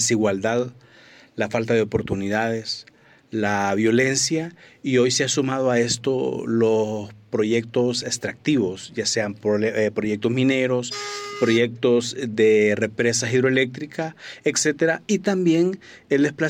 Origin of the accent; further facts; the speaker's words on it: Honduras; Bueno, vengo de aquí, cerquita, de vecino de Guatemala, vengo de Honduras